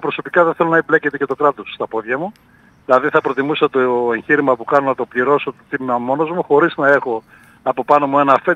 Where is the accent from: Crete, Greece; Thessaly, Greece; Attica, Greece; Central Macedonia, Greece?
Thessaly, Greece; moved away as an adult; also born or lived in United States; σε ηλικία 30 ετών, επέστρεψα στο χωριό μου, το οποίο είναι 150 κατοίκων, ένα μικρό χωριό στα σύνορα της στερεάς Ελλάδας με τη Θεσσαλία. Ουσιαστικά είμαστε μέσα στο Θεσσαλικό κάμπο.